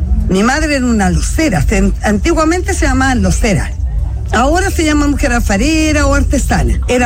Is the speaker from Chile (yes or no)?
yes; Pomaire, Santiago Metropolitan Region, Chile; para mi pueblo Pomaire, que no se acabe la tradición, que siga esta tradición de Pomaire. Y se llamaban loceras. Mi madre era una locera